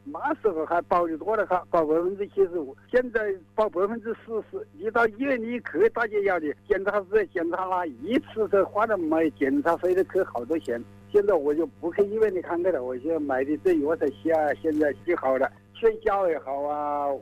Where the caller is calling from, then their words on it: Xiantao, Hubei, China; 我是仙桃市毛泽镇吴家拐村9楼。